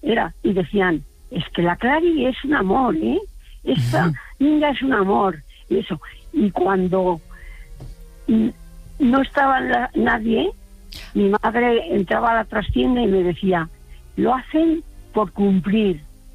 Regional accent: Burgos, Castile and León, Spain; born there; Pues es que yo nací en Burgos

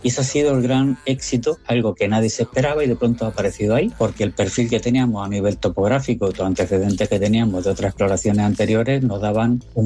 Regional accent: Málaga, Andalusia, Spain; llevo viviendo en Málaga prácticamente toda mi vida.

